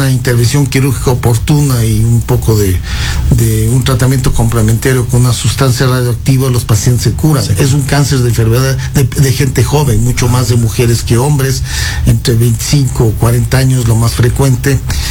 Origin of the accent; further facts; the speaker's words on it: Quito, Pichincha, Ecuador; Yo nací en Quito, soy quiteño de nacimiento.